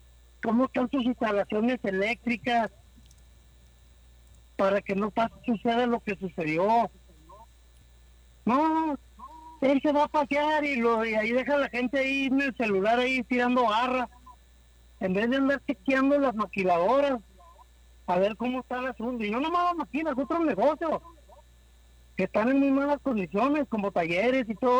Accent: Chihuahua, Mexico; Pero los que somos de Chihuahua y estamos en contra de los asuntos de Chihuahua

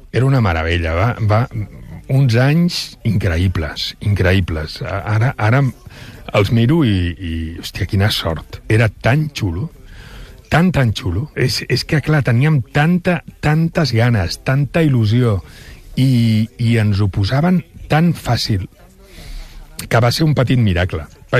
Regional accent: Catalonia, Spain; moved away as an adult; és perquè sóc català.

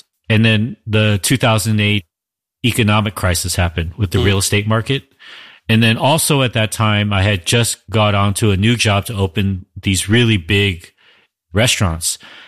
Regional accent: Los Angeles, California, United States; So the thing about where we are, we're from Los Angeles. We're specifically from the central region of Los Angeles, the city, Koreatown, East Hollywood, Pico Union, Mid-City.

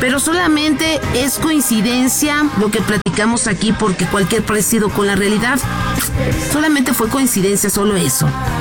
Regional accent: Mexico; Pero ya sabe cómo somos los mexicanos

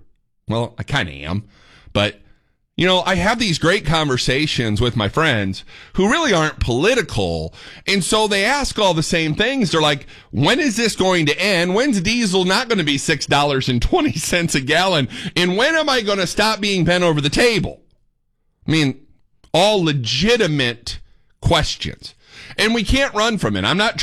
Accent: Indiana, United States; I'm from Indiana. You know this.

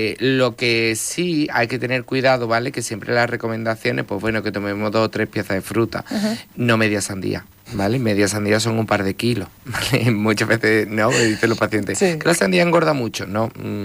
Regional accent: Andalusia, Spain; nuestro líquido es el agua y además somos andaluces, nuestra dieta es maravillosa.

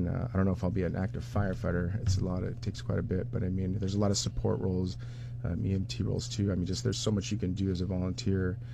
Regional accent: California, United States; now in Bethel, United States; I lived in a community this small in Bethel. I grew up in California most of my life.

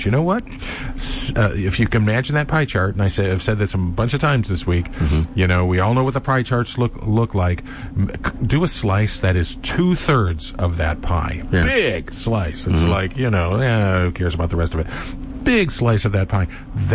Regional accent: Cleveland, Ohio, United States; I grew up in Cleveland, right? And we lived in the suburbs, and it would take that long for my dad to get to work in downtown Cleveland.

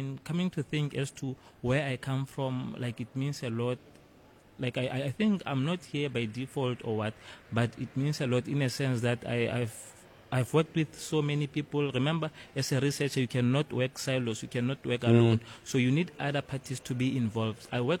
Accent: Mahikeng, North West, South Africa; now in Limpopo, South Africa; Okay. I'm from Northwest. I'm from Mafikeng.

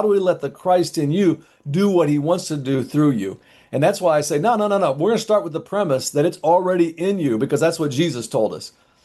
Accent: Chicago, Illinois, United States; One of them is in Chicago, which is my hometown.

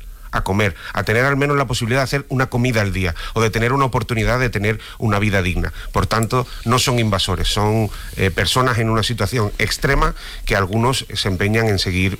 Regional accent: Spain; como ciudadanos españoles deberíamos también sentirnos orgullosos

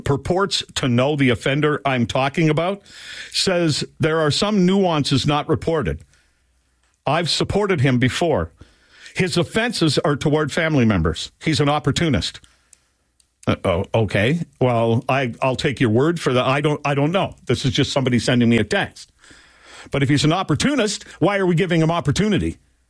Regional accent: Canada; And, you know, I grew up in Canada. I went to the United States and worked there, got into talk radio, and then came back here in 2010.

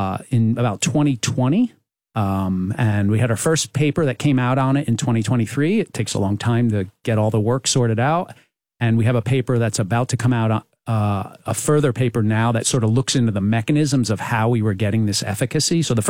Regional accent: New Jersey, United States; I grew up in New Jersey, and for college, I went to Rutgers University.

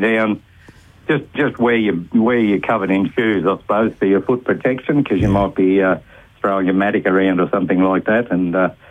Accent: Wycheproof, Victoria, Australia; now in Bendigo, Australia; I'm a country lad. I come from Witchyproof Way.

